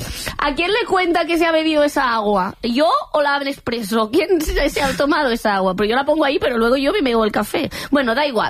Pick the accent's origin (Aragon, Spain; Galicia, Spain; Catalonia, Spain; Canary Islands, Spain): Catalonia, Spain; Yo bebo agua porque soy catalana, ¿vale?